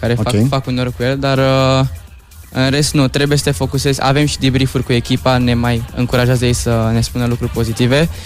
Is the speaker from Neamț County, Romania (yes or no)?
no; Bucharest, Romania; Din București.